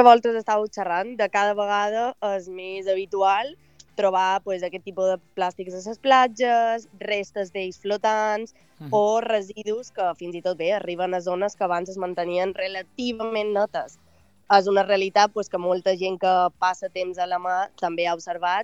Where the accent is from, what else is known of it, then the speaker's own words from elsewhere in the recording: Balearic Islands, Spain; Al final soc de Mallorca, això influeix.